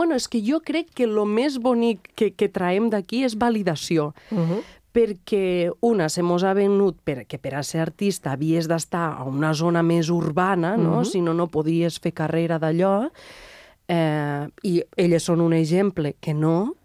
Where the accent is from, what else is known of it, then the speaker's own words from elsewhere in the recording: Catalonia, Spain; moved away as an adult; also born or lived in Belgium; havia tornat a la meva ciutat natal.